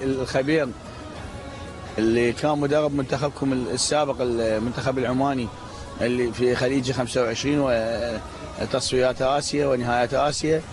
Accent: Iraq; إحنا كإعلام عراقي

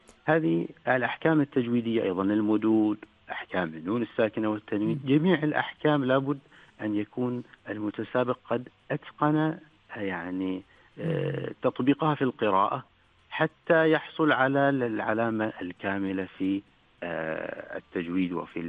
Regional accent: Oman; accent: Omani; وعندما نتكلم في اللهجة العمانية نقول جيم

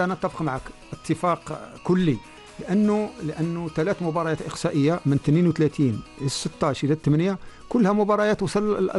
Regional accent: Morocco; وكلنا كمغاربة

